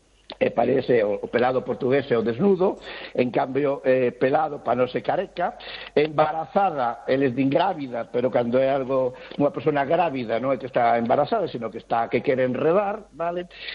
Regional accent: Galicia, Spain

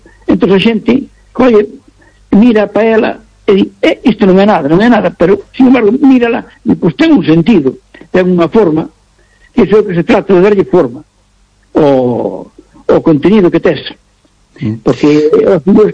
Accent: Cedeira, Galicia, Spain; Eu son de Tasafor de Cedeira, sí.

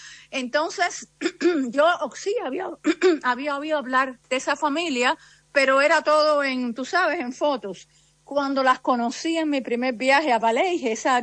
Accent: Cuba; Yo crecí en Cuba, yo viví gran parte de mi vida en Cuba, y notarás por mi acento.

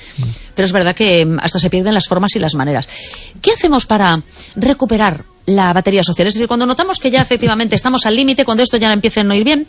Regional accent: A Coruña, Galicia, Spain; now in Vigo, Spain; yo soy coruñesa

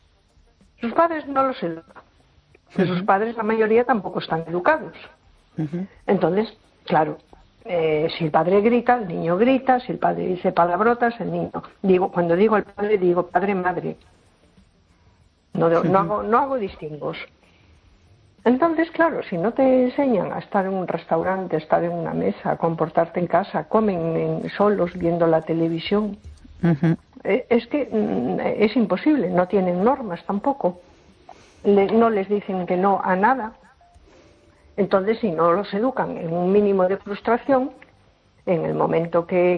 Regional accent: A Coruña, Galicia, Spain

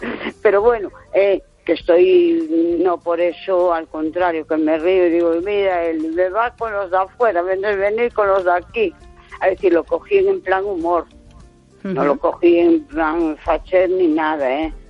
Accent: Galicia, Spain; Yo soy española, soy gallega, sí, pero me gusta que gane España.

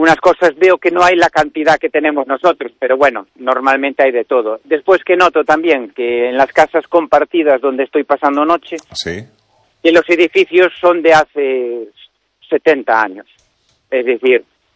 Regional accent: Spain; soy un deportista español

